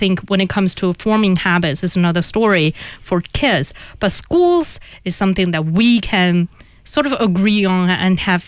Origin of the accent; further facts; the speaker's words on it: Inner Mongolia, China; Yeah, I'm from Inner Mongolia.